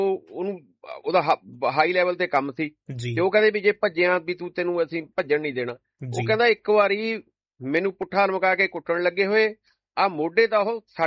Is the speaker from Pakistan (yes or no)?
no; Punjab, India; ਮੈਂ ਪੰਜਾਬੀ ਹਾਂ